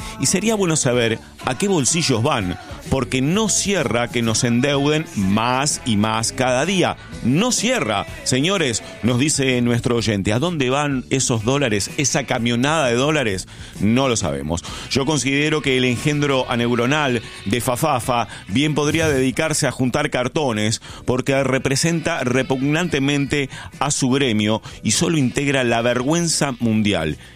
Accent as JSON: {"language": "Spanish", "town": "Ingeniero Maschwitz", "region": "Buenos Aires Province", "country": "Argentina", "said": "Hola, 750 … de Ingeniero Maswich."}